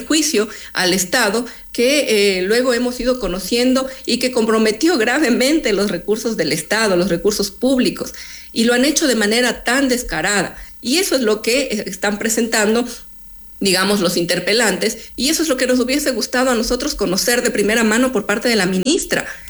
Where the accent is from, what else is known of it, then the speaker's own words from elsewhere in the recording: Ecuador; a nosotros como ecuatorianos nos gustaría saber